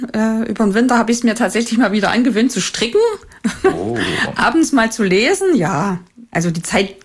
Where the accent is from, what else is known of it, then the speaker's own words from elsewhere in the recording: Apolda, Thuringia, Germany; born there; Ich komme hier aus Apolda, also bin hier geboren, aber wohne hier im ländlichen Bereich.